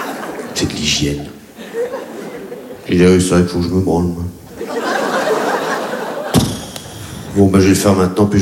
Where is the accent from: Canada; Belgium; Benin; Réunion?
Réunion; born or raised there